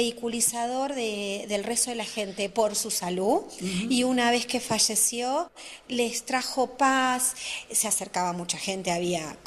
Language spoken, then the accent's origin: Spanish; Buenos Aires, Argentina; soy del barrio de Flores.